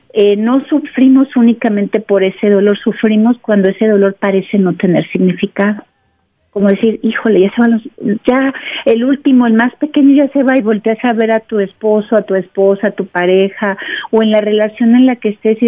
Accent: Mexico; lo maravilloso que somos como mexicanos

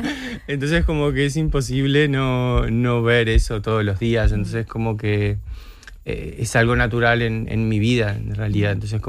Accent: Uruguay; Trabajo en moda en Uruguay, en mi país, pero bueno, logré tener una carrera productiva y continua

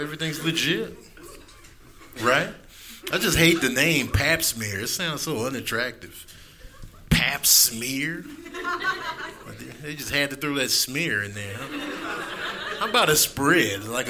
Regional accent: Chicago, Illinois, United States; born or raised there; now in California, United States

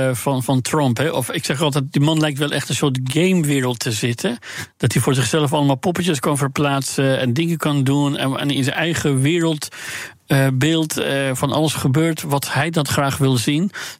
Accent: Iran; moved away as an adult; 35 jaar geleden gevlucht. En ik ben nadien nooit meer teruggegaan naar mijn vaderland. En ook niet terug kunnen gaan. Hè. Het angst, hè, want ik sta nog altijd op een of andere lijsten die dat afschuwelijk regime hanteert. Om ook zelfs Iraanse dissidenten in diaspora dus te vervolgen.

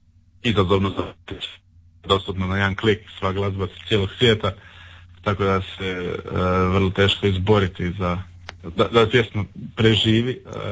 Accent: Pitomača, Virovitica-Podravina County, Croatia; moved away as an adult; also born or lived in Zagreb; now in Ljubuški, Bosnia and Herzegovina; živimo u Ljubuškom, u Hercegovini, inače pod rijetlom Podravec iz Pitomače, studirao u Zagrebu i evo sad na put doveo u Hercegovinu

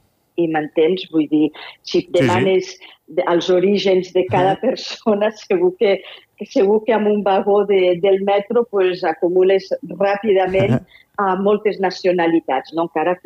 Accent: Escaldes, Escaldes-Engordany, Andorra; D'Escaldes.

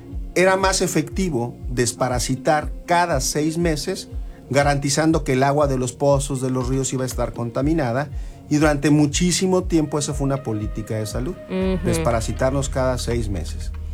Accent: Mexico; nosotros como mexicanos en Latinoamérica

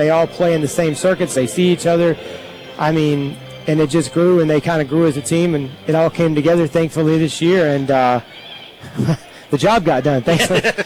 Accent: Rowan County, North Carolina, United States; now in Clayton, United States; So I'm from Rowan County, where Little League has reigned supreme for a long time, and softball really took off in the last 10, 15 years.

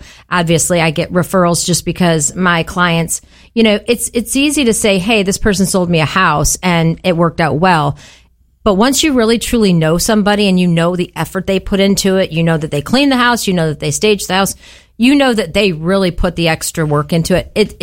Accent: Florida, United States; I was new to the area, and I came from Florida, which I love Florida

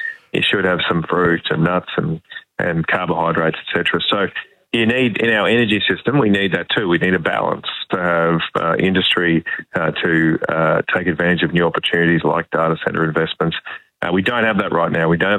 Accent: Rockhampton, Queensland, Australia; Yesterday I had a round table of accountants and finance advisors in my hometown of Rockhampton.

